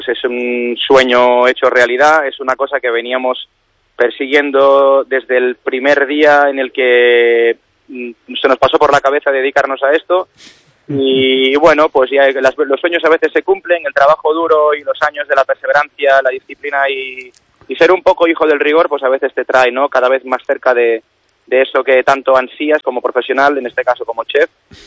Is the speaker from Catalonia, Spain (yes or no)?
yes; Catalonia, Spain; also born or lived in Santiago de Compostela, Galicia; Yo soy de Santiago, de nacimiento, pero mis padres son gallegos también, emigraron a Cataluña. Entonces yo me crié en Cataluña, y lo típico de muchos inmigrantes gallegos que estábamos en el extranjero, en mi caso, pues yo todos los veranos y las navidades las pasaba en Galicia con mi familia.